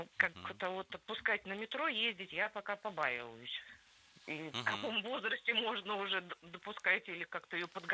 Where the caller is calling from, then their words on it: Moscow, Russia; Мы живем в Москве